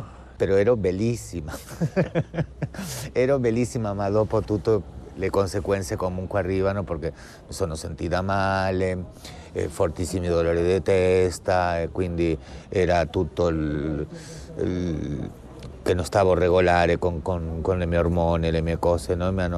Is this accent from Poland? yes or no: no; Uruguay; Italian is a second language; moved away; Io, bueno, vengo dell'Uruguay